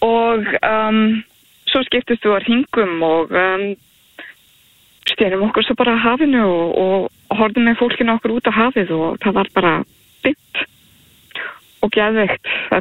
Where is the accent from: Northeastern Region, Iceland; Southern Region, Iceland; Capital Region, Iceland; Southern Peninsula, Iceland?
Capital Region, Iceland; Álftanes; Ég er náttúrulega uppalinn á Álftanesinu og ég elska ströndina og bara þar á hverjum degi sem barn